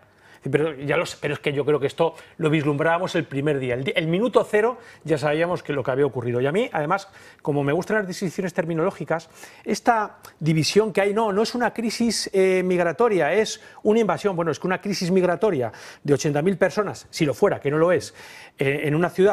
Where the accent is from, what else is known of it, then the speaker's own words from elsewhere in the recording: Spain; lo que somos los españoles somos administradores de un legado que hemos recibido y que tenemos que dar a nuestros hijos